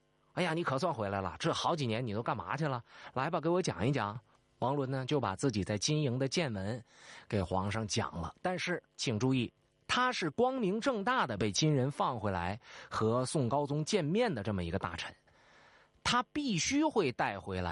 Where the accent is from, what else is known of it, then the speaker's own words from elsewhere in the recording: Changchun, Jilin, China; 黄龙府今天离我的家乡长春特别近啊，在吉林农安，